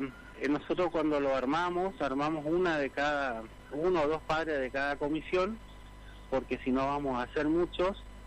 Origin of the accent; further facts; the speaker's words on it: Barranquera, Chaco, Argentina; Nosotros somos una familia de Barranquera, estamos hace muchos años acá en Barranquera